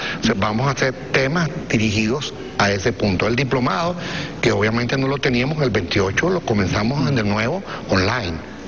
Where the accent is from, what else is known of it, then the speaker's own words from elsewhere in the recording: Venezuela; como somos los venezolanos